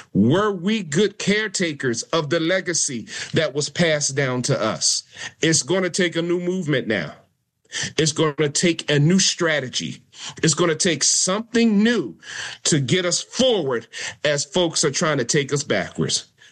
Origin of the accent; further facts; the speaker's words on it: Maryland, United States; Big ups to my home state, Maryland.